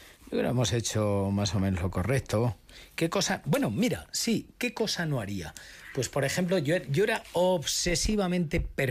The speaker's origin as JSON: {"language": "Spanish", "town": "Montiel", "region": "Castilla-La Mancha", "country": "Spain", "tie": "born or raised there", "said": "yo recuerdo por qué salí, cuando salí de Montiel, mi pueblo y el vuestro"}